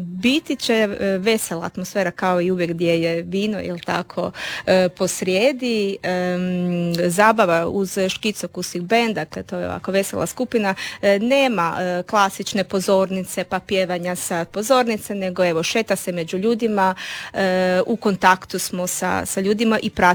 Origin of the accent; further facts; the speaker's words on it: Istria County, Croatia; kod nas u Istri